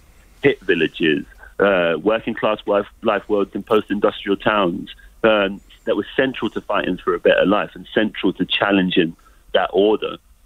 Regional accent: London, United Kingdom; now in Stoke-on-Trent, United Kingdom; the working classes in places like where I live today, Stoke-on-Trent, do not have anything in common with the working classes in places like where I grew up in London.

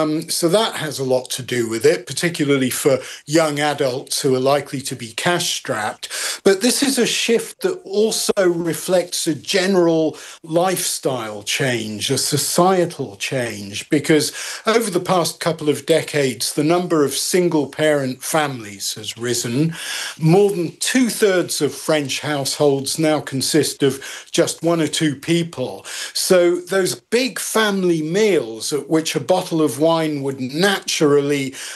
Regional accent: United Kingdom; Well, you know, I am a Brit

